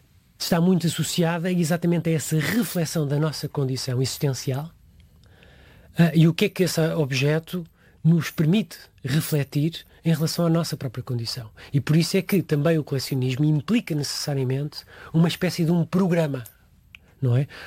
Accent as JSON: {"language": "Portuguese", "town": "Queluz", "region": "Lisbon", "country": "Portugal", "tie": "born or raised there", "also_born_or_lived": "Tomar / Margem Sul / Brunei", "lives_now": "Viseu, Portugal", "said": "Eu nasci em Tomar, fiz a minha infância e juventude na zona de Queluz, depois fiz a minha idade de jovem adulto na Margem Sul, depois mudei-me para a zona de Lisboa Norte e depois mudei-me para o Brunei e depois do Brunei regressei para Viseu"}